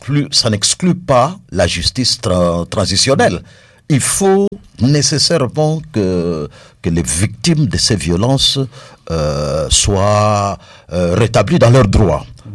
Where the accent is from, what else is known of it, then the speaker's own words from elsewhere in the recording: DR Congo; Nous sommes Congolais